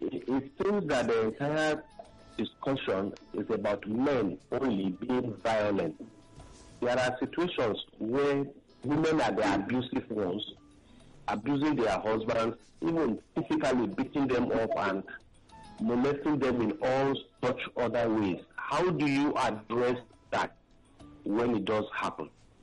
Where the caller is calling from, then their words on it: Arekwa, Enugu State, Nigeria; I'm calling you from Arekwa, Enugu State.